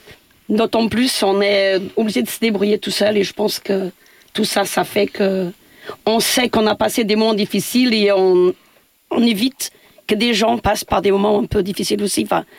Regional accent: Santa Comba, Viseu, Portugal; puisque moi je suis originaire donc du Portugal. Je viens d'un petit village où tout le monde s'entraide.

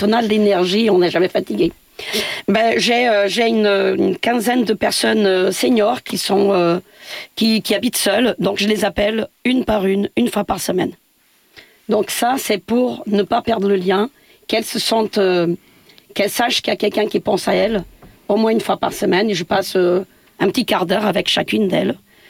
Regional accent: Santa Comba, Viseu, Portugal; French is a second language; moi je suis originaire donc, du Portugal. Je viens d'un petit village où tout le monde s'entraide.

